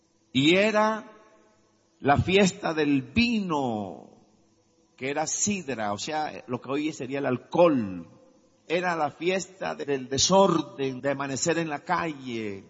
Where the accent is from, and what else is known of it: Colombia